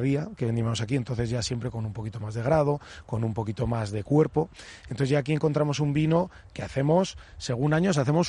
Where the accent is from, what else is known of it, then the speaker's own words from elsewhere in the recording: La Rioja, Spain; nosotros somos riojanos y nuestro corazón de Vintae está en La Rioja.